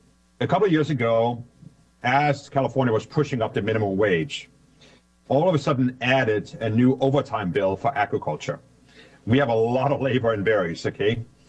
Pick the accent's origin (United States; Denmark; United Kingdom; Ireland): Denmark; I grew up in Denmark.